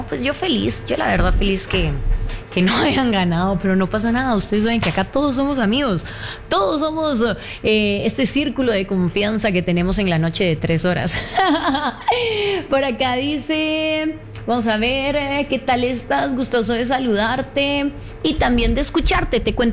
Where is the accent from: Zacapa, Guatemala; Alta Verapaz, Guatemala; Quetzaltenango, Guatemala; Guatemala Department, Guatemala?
Guatemala Department, Guatemala; Villa Nueva; yo viví toda mi vida en Villanueva, entonces es mi pueblito.